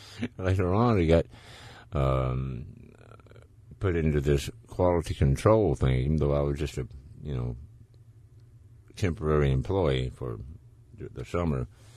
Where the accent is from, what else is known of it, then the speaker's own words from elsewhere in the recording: Laurel, Mississippi, United States; at the Masonite plant there in my hometown of Laurel, Mississippi